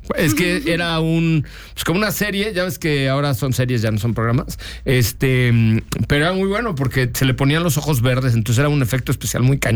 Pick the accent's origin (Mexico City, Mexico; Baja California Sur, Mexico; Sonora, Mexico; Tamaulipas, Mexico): Mexico City, Mexico; de la Ciudad de México.